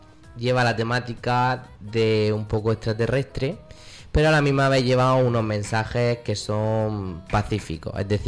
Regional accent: Alcantarilla, Region of Murcia, Spain; somos un barrio de Alcantarilla

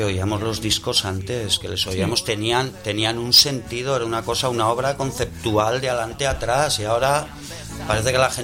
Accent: Guarnizo, Cantabria, Spain; born or raised there; moved away

